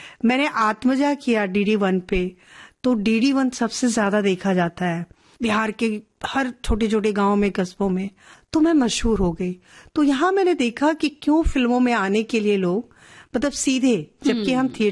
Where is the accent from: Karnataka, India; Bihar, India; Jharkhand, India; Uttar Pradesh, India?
Bihar, India; मैं एक बहुत ही रूढ़ीवादी ब्राह्मण फैमिली की लड़की हूं और बिहार बहुत दूर है, गया, नवादा, नालंदा, राजगीर, मैं वहां से हूं।